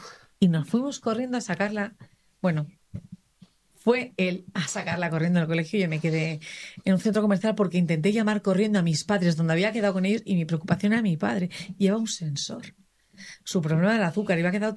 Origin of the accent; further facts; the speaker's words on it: Asturias, Spain; Yo soy asturiana y de hecho tenemos tierras todavía ahí heredadas